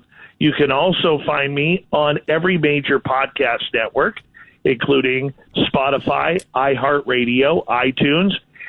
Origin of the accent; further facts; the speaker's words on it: Canada; I have to say that because I'm Canadian